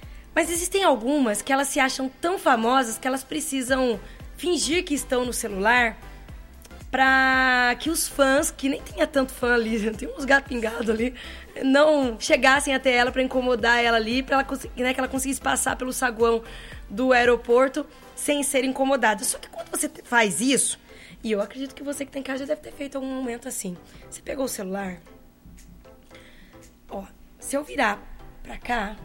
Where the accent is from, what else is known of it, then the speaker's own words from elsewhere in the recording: Brazil; Por isso que eu tenho certeza que nós somos brasileiras mesmo, Joyce.